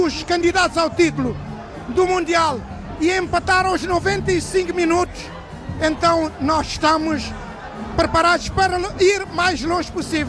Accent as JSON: {"language": "Portuguese", "country": "Cape Verde", "moved": "as an adult", "lives_now": "Portugal", "said": "eu sou cabo-verdiano, vivo cá em Portugal há 40 anos"}